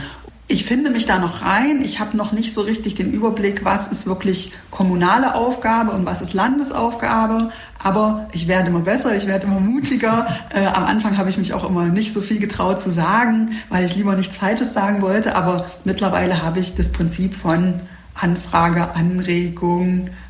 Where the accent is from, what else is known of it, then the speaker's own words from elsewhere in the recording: Halle, Saxony-Anhalt, Germany; Ich komme leider aus dem Süden von Halle.